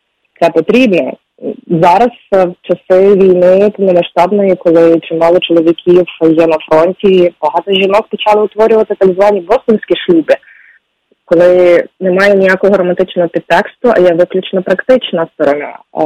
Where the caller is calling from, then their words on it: Lviv, Lviv Oblast, Ukraine; і я зі Львова.